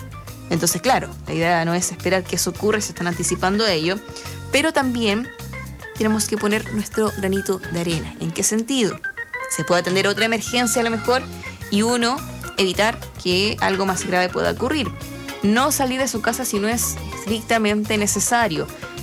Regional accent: Chile

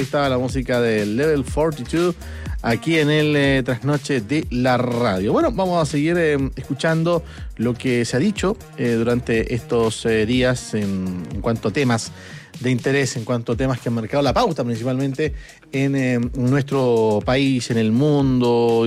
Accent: Chile

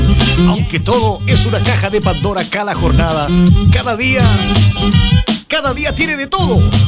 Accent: Biobío, Chile; Pero los que somos del Biobío, bastante bien quiero saber.

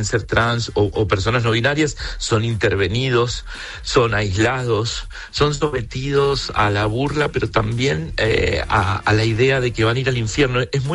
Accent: Buenos Aires, Argentina; en este caso soy un gay porteño argentino

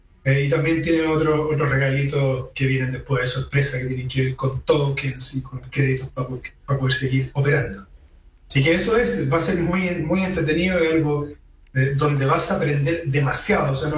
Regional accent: Chile; parte de mi rol como chileno

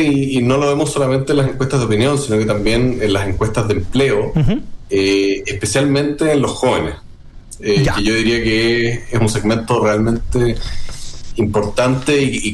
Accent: Chile; nosotros como chilenos, no es que seamos capaces de producir más

